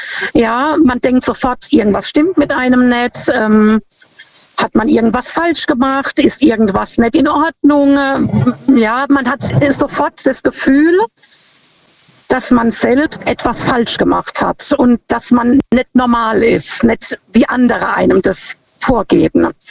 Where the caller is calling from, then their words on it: Lampertheim, Hesse, Germany; Ich komme aus Lampertheim.